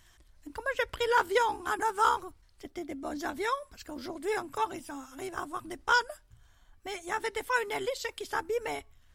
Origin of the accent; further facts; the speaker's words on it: Toulouse, Occitanie, France; also born or lived in Paris; je me rappelle pas, à 9 jours, je suis partie de Paris. Je suis née à Paris et je suis partie à Toulouse chez mes grands-parents.